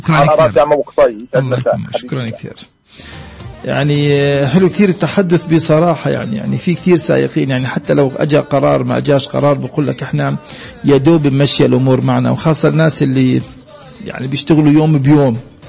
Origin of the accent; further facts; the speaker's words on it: Palestine; هاي الأمور طبعا أثرت بشكل كبير علينا كفلسطينيين بشكل عام.